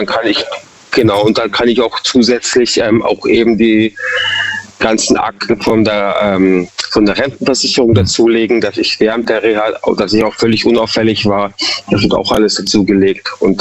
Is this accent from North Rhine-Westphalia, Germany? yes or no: no; Munich, Bavaria, Germany; now in Freiburg, Germany